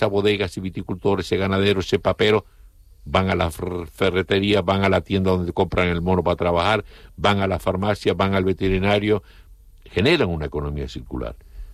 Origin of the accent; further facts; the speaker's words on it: Canary Islands, Spain; Como canario, o sea, y esto tiene que hacérselo ver los responsables públicos.